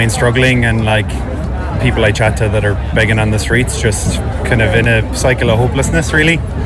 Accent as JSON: {"language": "English", "town": "Cork", "region": "Munster", "country": "Ireland", "tie": "born or raised there", "said": "I'm from Cork my whole life"}